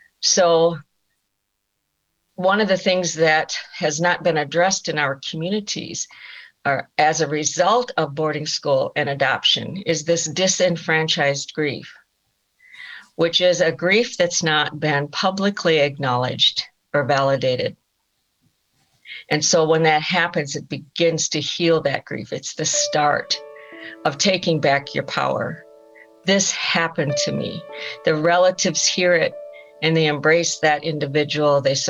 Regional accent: South Dakota, United States

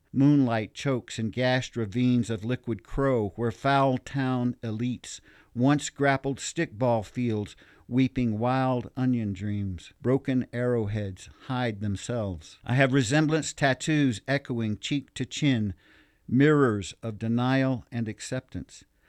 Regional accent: Georgia, United States; my understanding of myself as a Muskogee man, because I didn't grow up in Oklahoma, I grew up in Georgia, but I had relatives in Oklahoma and we would visit there often.

